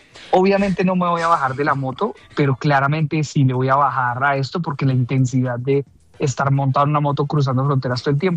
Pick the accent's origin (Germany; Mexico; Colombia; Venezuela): Colombia; pues yo quiero mucho a mi país y poderles dar esa emoción a las personas y contarles como si desde Colombia vine acá, eso es muy, muy gratificante.